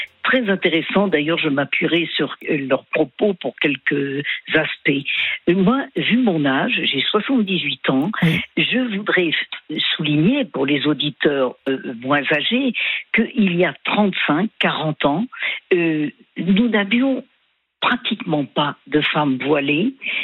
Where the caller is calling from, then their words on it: Lyon, Auvergne-Rhône-Alpes, France; moi, j'habite à Lyon, près de la fac de droit.